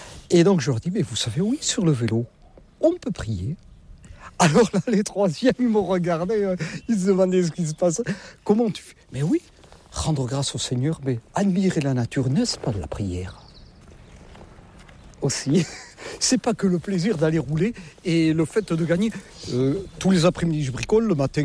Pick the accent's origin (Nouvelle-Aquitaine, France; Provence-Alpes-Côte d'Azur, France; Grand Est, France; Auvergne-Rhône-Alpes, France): Nouvelle-Aquitaine, France; Avec mon accent, je ne suis pas du nord de la Loire, hein, non ? Je suis des Landes, du pays de Saint-Vincent-de-Paul.